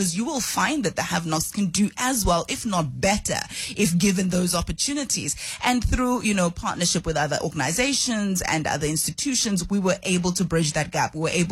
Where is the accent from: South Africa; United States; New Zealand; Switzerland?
South Africa; Johannesburg, Gauteng; Look, I grew up at Dobsonville in Soweto